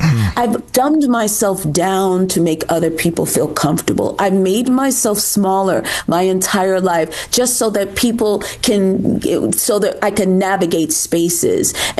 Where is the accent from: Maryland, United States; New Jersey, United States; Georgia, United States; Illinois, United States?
New Jersey, United States; Newark; I grew up in Newark, New Jersey.